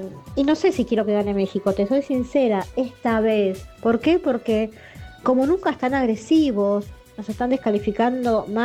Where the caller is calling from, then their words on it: Buenos Aires, Argentina; de Capital.